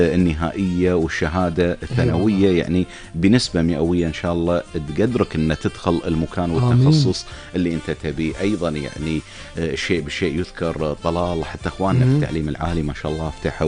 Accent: Kuwait

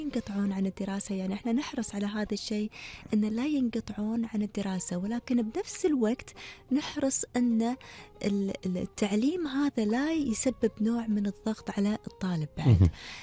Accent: Kuwait; من أجمل الصور اللي هو أبهى صور التطوع عندنا بالكويت

